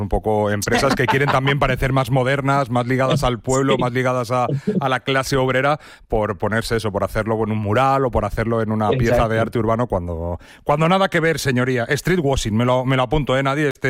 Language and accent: Spanish; Madrid, Community of Madrid, Spain; Yo pienso mucho que, por ejemplo, como madrileño, el cartel de Suez y el del tío Pepe del centro ya están consideradas más obras de arte casi que publicidad.